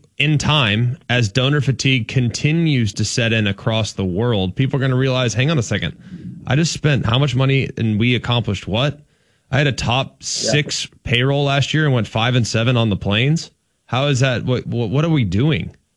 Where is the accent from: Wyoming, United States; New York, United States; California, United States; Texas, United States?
Texas, United States; I grew up in an NFL market. Yes, that's true. I'm from Texas. I did grow up a Cowboy fan.